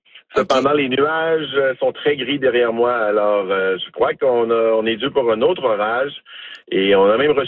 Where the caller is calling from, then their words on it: Sarnia, Ontario, Canada; Je suis à Sarnia.